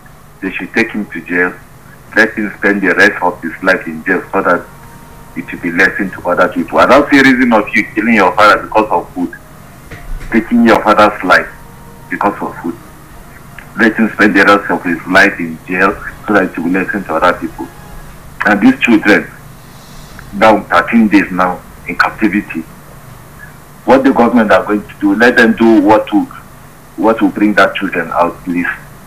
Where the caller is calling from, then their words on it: Nigeria; calling from Tunumwada.